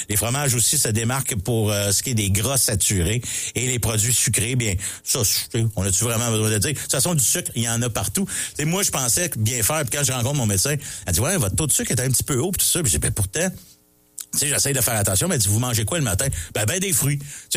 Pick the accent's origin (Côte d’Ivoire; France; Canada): Canada; Mont-Saint-Hilaire, Quebec; J'ai de Mont-Saint-Hilaire. J'ai grandi, j'ai été à Mont-Saint-Hilaire une bonne partie de ma vie. C'est ce qu'il est la capitale à peu près de la pomme au Québec.